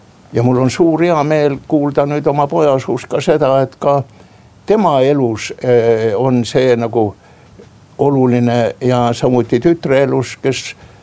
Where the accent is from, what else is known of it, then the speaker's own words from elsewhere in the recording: Lääne-Viru County, Estonia; minu sünnikodu lähedal on selline koht nagu Lammasmäe.